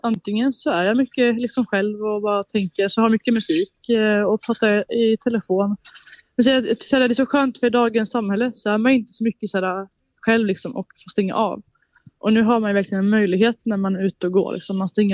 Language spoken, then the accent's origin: Swedish; Leksand, Dalarna County, Sweden; now in Falun, Sweden; jag kommer så från Leksand i Dalarna och flyttar oss i Falun kommunen bredvid.